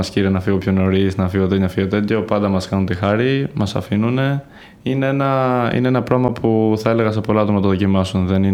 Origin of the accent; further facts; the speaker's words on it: Albania; Greek is a second language; now in Greece; εγώ που δεν είμαι από την Ελλάδα, είμαι από την Αλβανία. Ήταν ένα πράγμα που το έχουμε κάνει και στην Αλβανία.